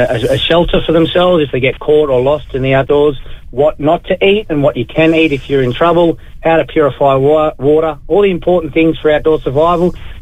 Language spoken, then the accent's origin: English; Australia; now in Ireland; I grew up in Australia. There's a lot of outback and a lot of bush there, so you learn the hard way if you get it wrong down under.